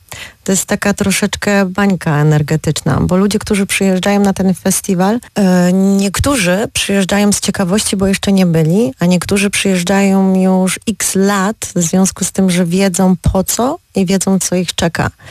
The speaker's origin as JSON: {"language": "Polish", "region": "Silesian Voivodeship", "country": "Poland", "moved": "as an adult", "lives_now": "Opole, Poland", "said": "Znaczy pochodzę co prawda ze Śląska, ale sprowadziłam się tutaj 17 lat temu, przyjechałam"}